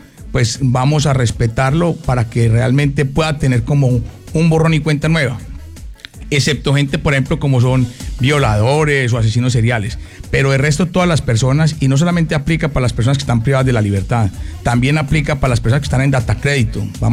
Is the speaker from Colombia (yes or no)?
yes; Colombia